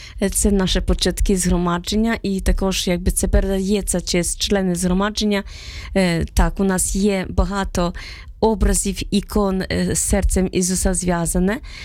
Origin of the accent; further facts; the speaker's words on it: Poland; я з Польщі